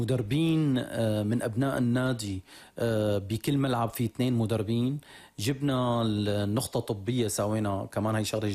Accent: Syria

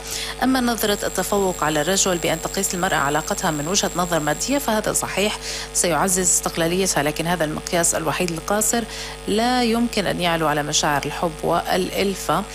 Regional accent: Idlib Governorate, Syria; عبد أنت ما بتعرف أنه أنا بنت الفرات، أنا صح بنت إدلب بس أنا ربيت مع أهل الفرات

